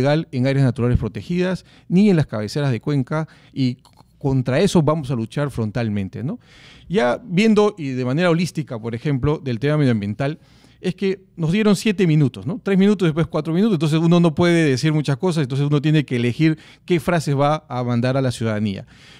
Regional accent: Puerto Maldonado, Madre de Dios, Peru; yo soy de Madre de Dios, Puerto Maldonado de la Selva

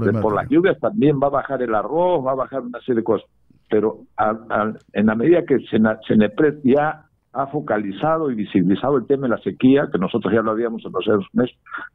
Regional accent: Camaná, Arequipa, Peru; yo soy de Arequipa, sí, de la zona de Camaná.

